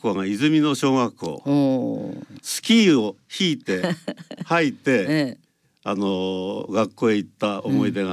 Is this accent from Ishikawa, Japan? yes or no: yes; Kanazawa, Ishikawa, Japan; moved away as an adult; also born or lived in Osaka; 、私はね、もちろん金沢に生まれ